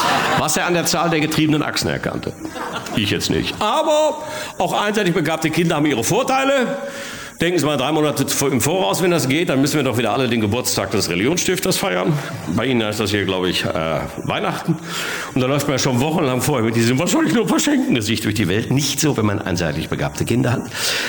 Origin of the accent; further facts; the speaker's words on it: Bochum, North Rhine-Westphalia, Germany; Ich komme ja aus Bochum